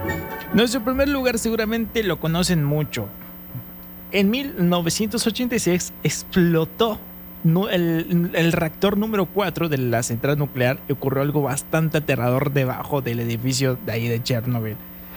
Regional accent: Yucatán, Mexico; accent: Yucatecan; normalmente trato, según yo, hablo muy neutro, pero, pues, al parecer no hablo neutro, hablo aporreado como lo yucateco, según ellos. Cantado aporreado.

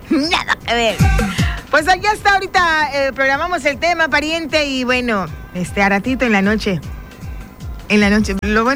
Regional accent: Mexico; ya sabe cómo somos los mexicanos. Así somos.

